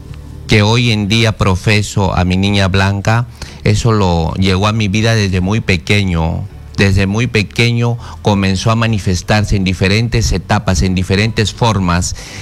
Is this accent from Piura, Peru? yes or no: yes; Piura, Peru; yo soy de Piura